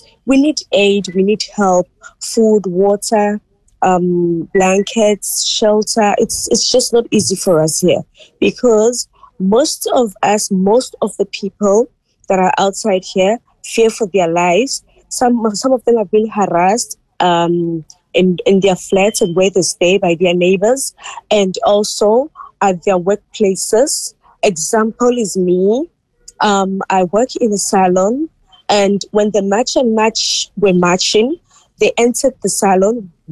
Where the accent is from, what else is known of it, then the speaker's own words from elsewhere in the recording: South Africa; I grew up here in South Africa. My grandmother was a teacher here in South Africa, and I stayed with her. So I grew up here in South Africa. I didn't grow up in Ghana.